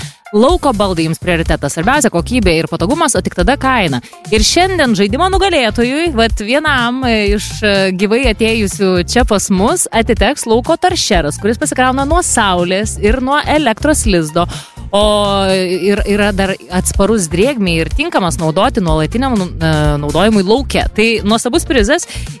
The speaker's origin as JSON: {"language": "Lithuanian", "town": "Pasvalys", "region": "Panevėžys County", "country": "Lithuania", "tie": "born there", "said": "bet gimiau Pasvalyje."}